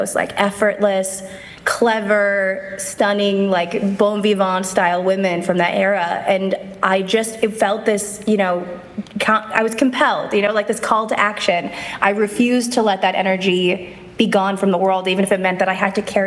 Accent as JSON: {"language": "English", "country": "Canada", "said": "So, and I'm Canadian, so it's even worse."}